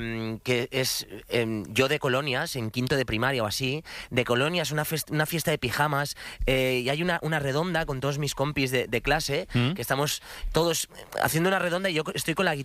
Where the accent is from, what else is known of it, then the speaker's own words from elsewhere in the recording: Sant Feliu de Llobregat, Catalonia, Spain; Desde San Feliu de Llobregat, mi pueblo, sí.